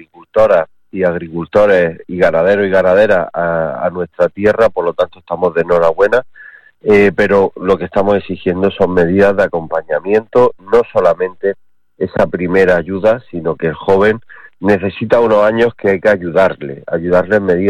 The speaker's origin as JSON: {"language": "Spanish", "region": "Andalusia", "country": "Spain", "said": "vengo de Andalucía"}